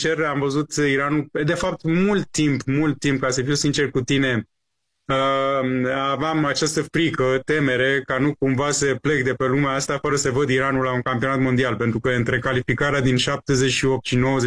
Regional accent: Iran; first language Persian; Romanian is a second language; știu limba persană, limba mea maternă

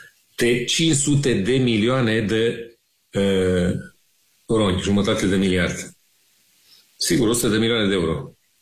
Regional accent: Câmpia Turzii, Cluj County, Romania; Mare scandal financiar vine de la Câmpia Turzii, orașul meu natal.

